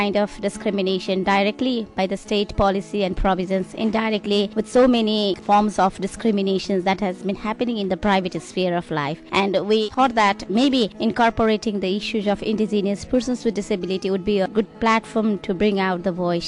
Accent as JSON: {"language": "English", "country": "Nepal", "said": "I'm from Nepal."}